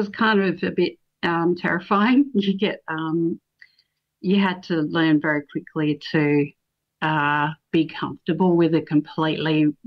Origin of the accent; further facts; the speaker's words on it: Perth, Western Australia, Australia; I grew up in Perth along the Swan River. It was kind of a almost semi-rural kind of childhood, but we're only 20 minutes from the actual